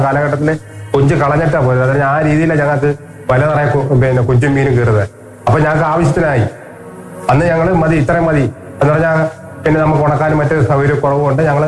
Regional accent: Kochuthuruthu, Kerala, India; ഞാൻ ഈ കൊച്ചുതുരുത്തില് ജനിച്ചു വളർന്നതാണ്. ഞാൻ 1973 ജനിച്ചതാണ്.

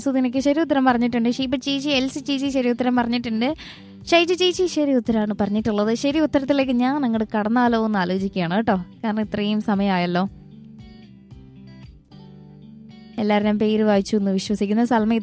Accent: Kerala, India; ഒരു മലയാളി എന്ന നിലയിൽ നമ്മൾ ഒരിക്കലും തെറ്റിക്കാൻ പാടില്ലാത്ത ചോദ്യമാണ്

